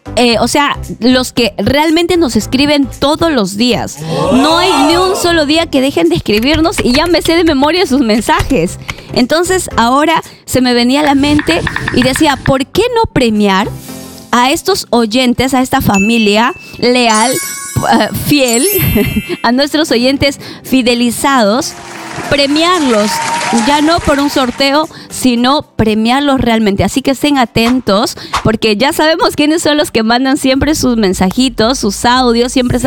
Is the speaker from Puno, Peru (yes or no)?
no; Huachari, Piura, Peru; Le mando saludos a mi familia, soy del caserío de Huachari, distrito de Chalaco, provincia de Morropón, departamento de Piura.